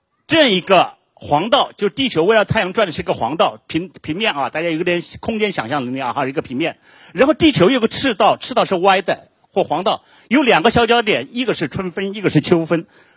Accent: China

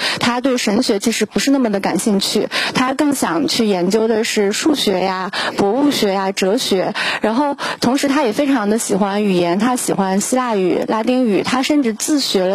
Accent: Shandong, China; 因为我是山东人嘛，山东的家长会跟你说你要么考公，要么考研，要么考教师资格证。

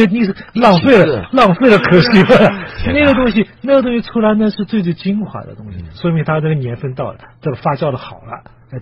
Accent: China; 不光我们就是中国人喜欢吃这种臭吃腐

